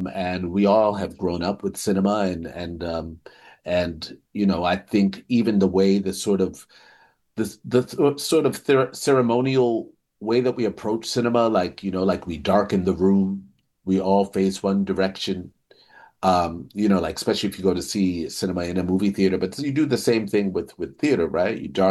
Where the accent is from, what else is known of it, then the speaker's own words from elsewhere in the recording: New York, United States; growing up in New York, going to plays, musicals, and you know, traditional theater.